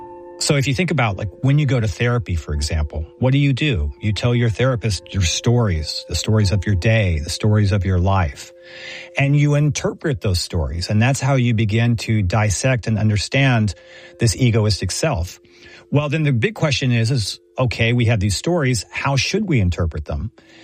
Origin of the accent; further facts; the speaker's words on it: Texas, United States; the one thing that people found most interesting about me was that I was from Texas. And at the time, this is especially girls. And so ironically, I found myself playing up my Texan-ness.